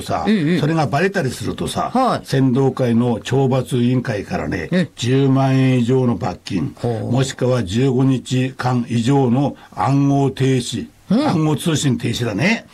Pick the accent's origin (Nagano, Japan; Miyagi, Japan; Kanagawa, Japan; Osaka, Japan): Miyagi, Japan; Kesennuma; now in Wakkanai, Japan; 私のふるさとの気仙沼